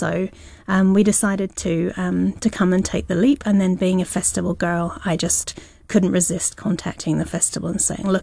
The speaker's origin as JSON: {"language": "English", "region": "England", "country": "United Kingdom", "tie": "born or raised there", "moved": "yes", "said": "My dad's a Welsh speaker. But I grew up in England and then obviously now here."}